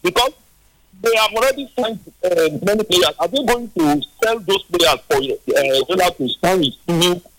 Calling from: Port Harcourt, Rivers, Nigeria; I'm calling from Port Harcourt.

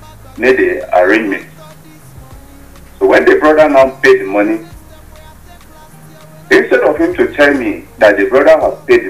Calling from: Abuja, Federal Capital Territory, Nigeria; I'm calling from Busa Abuja.

